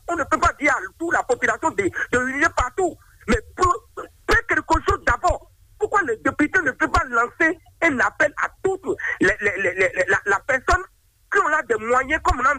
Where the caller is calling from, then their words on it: Benin; Je vous appelle depuis Bigué.